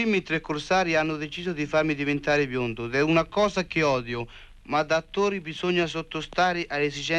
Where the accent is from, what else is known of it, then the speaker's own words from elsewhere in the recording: Forte dei Marmi, Tuscany, Italy; non sono romano, ero romanaccio per l'occasione, ma io sono di Forte dei Marmi